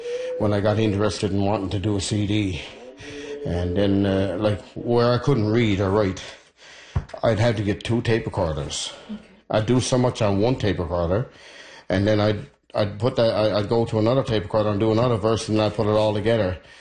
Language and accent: English; Black Tickle, Newfoundland and Labrador, Canada; the way I grew up in Black Tickle.